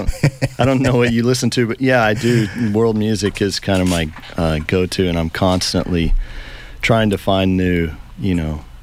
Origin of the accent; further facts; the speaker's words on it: Amarillo, Texas, United States; moved away; when I was growing up in Amarillo, Texas